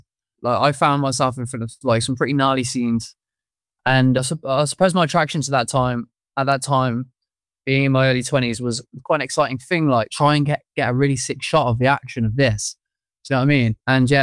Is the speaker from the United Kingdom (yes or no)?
yes; England, United Kingdom; growing up in England